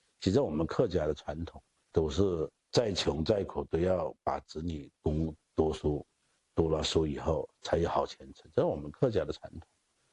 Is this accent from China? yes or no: yes; China; 我们读5年小学，2年初中，这个7年都是在我们乡下的一个我们村叫墩上村，